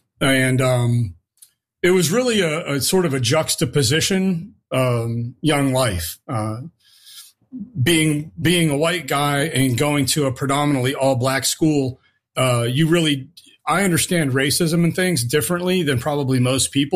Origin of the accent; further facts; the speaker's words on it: Warren, Ohio, United States; Growing up in Warren was definitely an experience. When I was first growing up and I was younger, the steel mills were really popular.